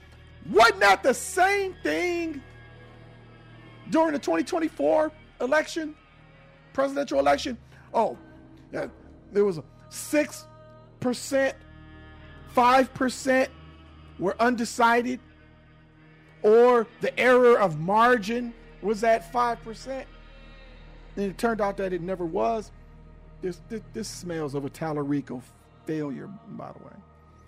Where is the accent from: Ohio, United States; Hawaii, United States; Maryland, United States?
Ohio, United States; running for governor in my home state of Ohio.